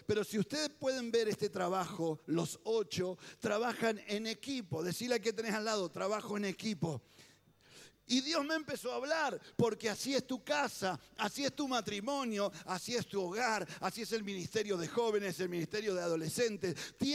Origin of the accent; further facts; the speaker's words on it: Tigre, Buenos Aires Province, Argentina; yo soy de Tigre, de la ciudad de Tigre, no del equipo de Tigre, sino de la ciudad de Tigre.